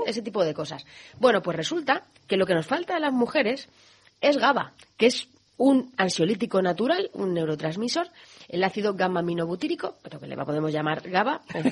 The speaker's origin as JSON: {"language": "Spanish", "town": "Cuenca", "region": "Castilla-La Mancha", "country": "Spain", "said": "aunque soy de Cuenca"}